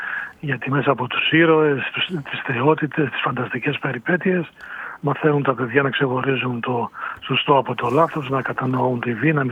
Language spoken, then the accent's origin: Greek; Argyro, Central Greece, Greece; moved away; Στο χωριό μου, στο Αργυρό, στην Εύβοια.